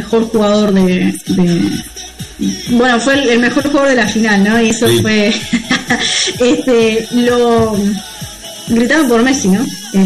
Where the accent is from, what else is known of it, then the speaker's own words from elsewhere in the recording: Uruguay; y como uruguayos nos ha pasado en su momento